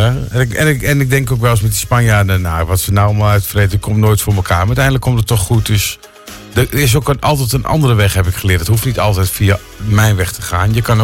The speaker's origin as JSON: {"language": "Dutch", "country": "Netherlands", "moved": "as an adult", "lives_now": "Benidorm, Spain", "said": "Ook niet toen ik nog in Nederland woonde."}